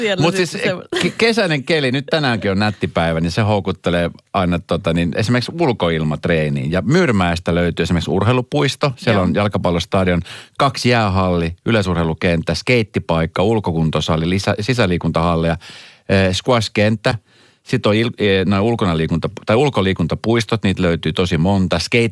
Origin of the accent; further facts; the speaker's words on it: Espoo, Uusimaa, Finland; minä espoolaisena